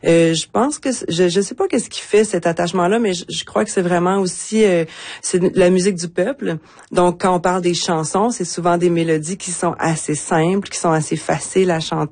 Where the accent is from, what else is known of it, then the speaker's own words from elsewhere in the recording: Quebec, Canada; en tant que Québécoise, donc francophone